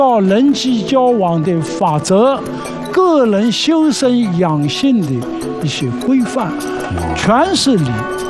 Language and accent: Chinese; China; 我们中国人